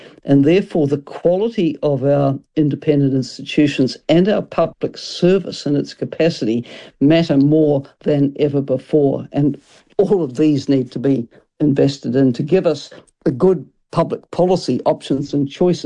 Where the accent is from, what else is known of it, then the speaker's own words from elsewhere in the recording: New Zealand; as a New Zealander